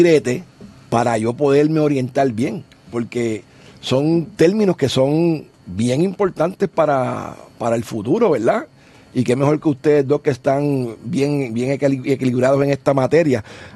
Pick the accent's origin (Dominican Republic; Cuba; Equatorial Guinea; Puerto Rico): Puerto Rico; de dónde salió, de dónde salimos como pueblo puertorriqueño